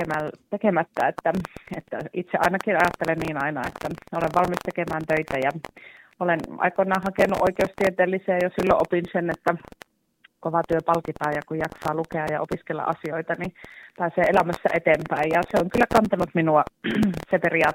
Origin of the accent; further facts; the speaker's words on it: Kuopio, North Savo, Finland; Ja toki myös sillä on iso merkitys, että olen Kuopiosta.